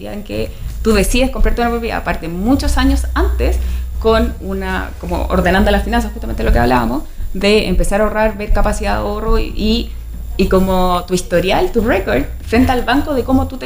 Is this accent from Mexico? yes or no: no; Chile; somos, como chilenos en general, somos súper desordenados con nuestras finanzas.